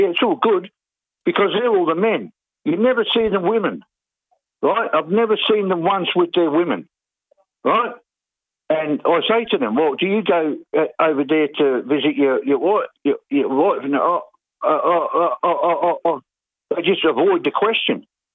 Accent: Burundi; now in South Africa; And I've just opened up a shop. I come from Burundi. And I thought my family would be here.

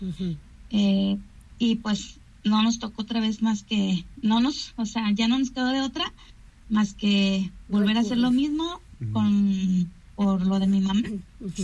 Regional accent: Tecomán, Colima, Mexico; Nosotros somos de Tecomán

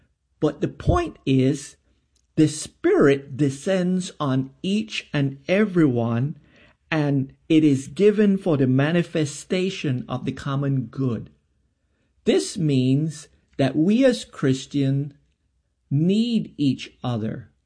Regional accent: Belize; moved away; I'm originally from Belize.

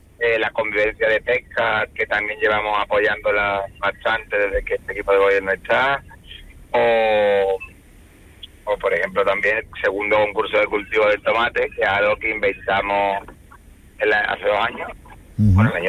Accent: Seville, Andalusia, Spain; now in Los Molares, Spain; que qué mejor ejemplo el mío, que llegué desde Sevilla y me hicieron su alcalde precisamente

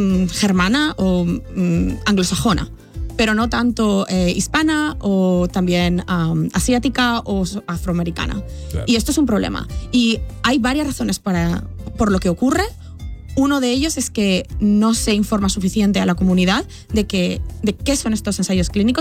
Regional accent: Castellón, Valencian Community, Spain; Yo soy originaria de España, de una ciudad pequeñita llamada Castellón.

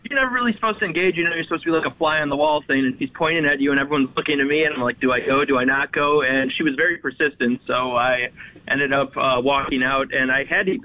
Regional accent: Buffalo, New York, United States; moved away; Because I love my hometown

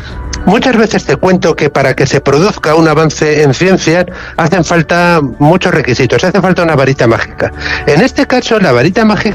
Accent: Spain; somos españoles y los españoles tratamos así a nuestros próceres

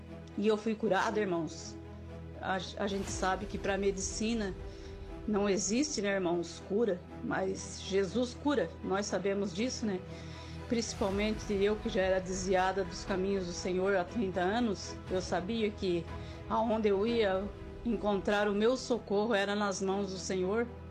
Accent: Braço do Norte, Santa Catarina, Brazil; sou daqui de Santa Catarina, Braço do Norte.

